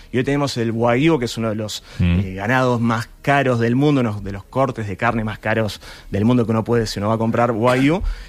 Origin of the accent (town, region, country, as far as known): Montebelluna, Veneto, Italy; Spanish is a second language